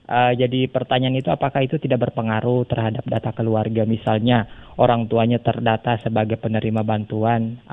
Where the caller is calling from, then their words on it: Gorontalo, Indonesia; Kalau di daerah saya di Boalemo itu